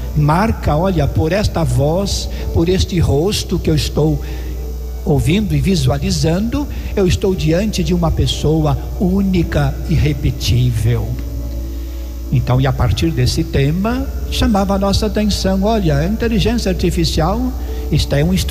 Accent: Monte Santo de Minas, Minas Gerais, Brazil; Eu nasci numa roça, comunidade rural, a 30 quilômetros da minha cidade, Monte Santo de Minas.

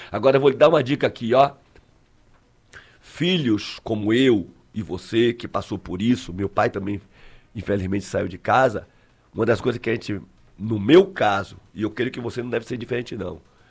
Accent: Salvador, Bahia, Brazil; now in Arembepe, Brazil; eu sou de Salvador, mas estou hoje morando em Arembepe, ali, região de Camaçari.

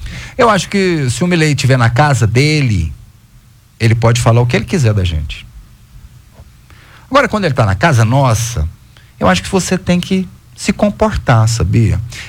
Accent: Brazil; Eu sou brasileiro.

